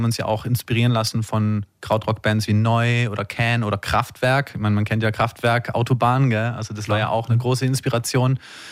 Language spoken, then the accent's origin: German; Tyrol, Austria; now in Vienna, Austria; also ich bin natürlich jetzt als Künstler in Wien gebased und ich war ja immer Tiroler, also ich bin Tiroler Künstler